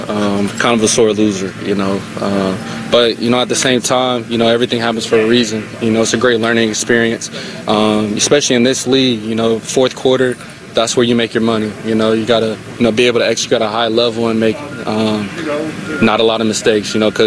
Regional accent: Dallas, Texas, United States; moved away; I grew up in Dallas, Texas. I went to Allen.

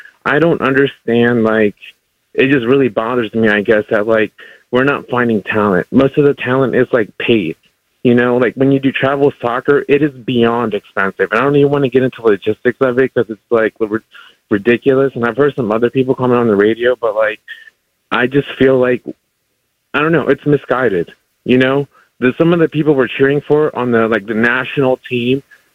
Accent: Mexico; now in Fredericksburg, United States; From Mexico.

